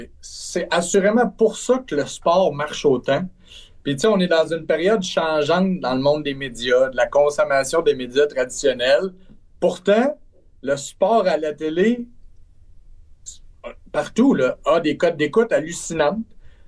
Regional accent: Trois-Rivières, Quebec, Canada; je viens de Trois-Rivières. Je suis directement dans le milieu.

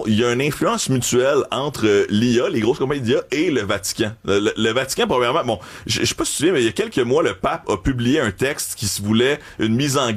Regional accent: Quebec, Canada; On raconte, on est un peuple qui se raconte. On est la tradition orale, c'est porté chez nous.

